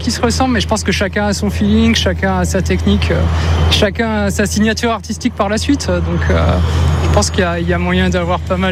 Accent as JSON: {"language": "French", "region": "Auvergne-Rhône-Alpes", "country": "France", "lives_now": "Lyon, France", "said": "Moi je suis origine Auvergne, histoire, et là je vis sur Lyon, donc je suis pas très loin."}